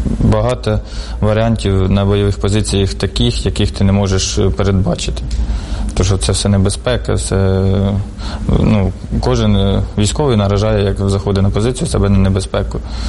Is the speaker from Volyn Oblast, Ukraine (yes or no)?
no; Sumy, Sumy Oblast, Ukraine; Із Сумщини. Суми.